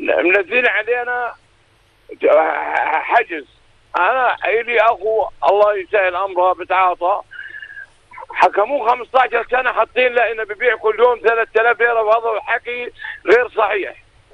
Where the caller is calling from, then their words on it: Amman, Amman Governorate, Jordan; من عمان انا بحكي معك